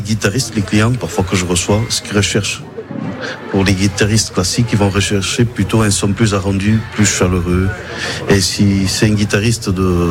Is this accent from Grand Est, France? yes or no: yes; Reims, Grand Est, France; born there; Je suis né à Reims, oui.